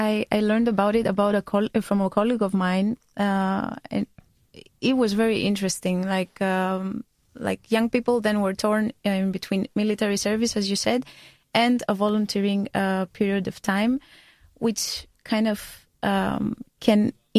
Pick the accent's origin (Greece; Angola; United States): Greece; moved away; I'm from Greece.